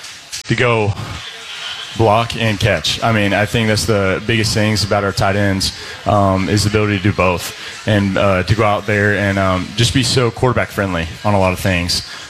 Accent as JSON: {"language": "English", "town": "Dallas", "region": "Texas", "country": "United States", "tie": "born there", "also_born_or_lived": "Plano", "said": "I'm from Dallas, so I'm a Cowboys fan."}